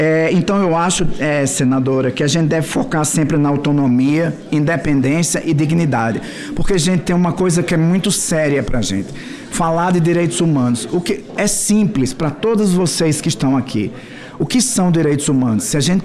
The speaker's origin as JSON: {"language": "Portuguese", "region": "Northeast Region", "country": "Brazil", "accent": "Northeastern", "said": "sou nordestino com muito orgulho, né? Dá para perceber pelo sotaque"}